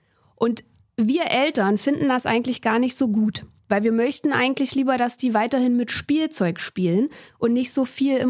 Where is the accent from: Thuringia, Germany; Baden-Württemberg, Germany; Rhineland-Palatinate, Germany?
Thuringia, Germany; born there; now in Berlin, Germany; Ich bin in Thüringen geboren und ziehe wieder zurück nach Thüringen. Das ist in der Mitte Deutschlands. Aber noch wohne ich in Berlin.